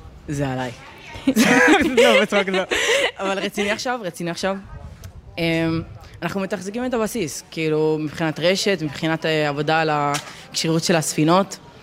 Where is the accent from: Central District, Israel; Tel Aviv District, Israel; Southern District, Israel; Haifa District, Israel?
Southern District, Israel; Dimona; אוקיי, אז אני באה מקהילת העבריים בדימונה.